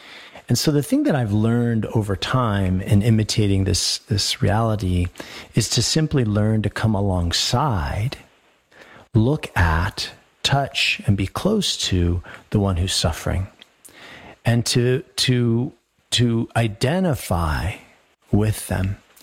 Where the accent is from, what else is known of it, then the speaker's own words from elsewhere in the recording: Colorado, United States; We grew up in Colorado